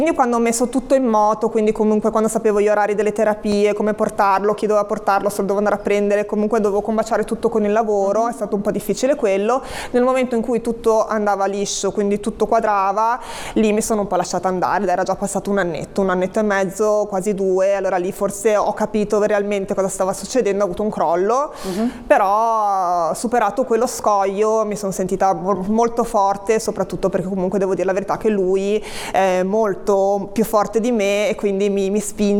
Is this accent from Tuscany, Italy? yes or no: no; Genoa, Liguria, Italy; Cambieremo anche zona perché noi siamo di San Pier d'Arena, dovremmo andare a Malassana